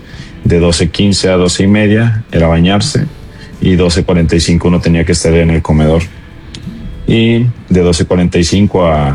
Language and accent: Spanish; Noria de Ángeles, Zacatecas, Mexico; Entonces, soy de ahí, de Noria de Ángeles.